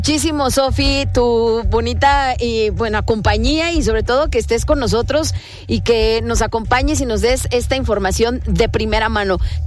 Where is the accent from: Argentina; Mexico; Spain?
Mexico; Así que, en pocas palabras, como buen mexicano, pasamos de panzazo.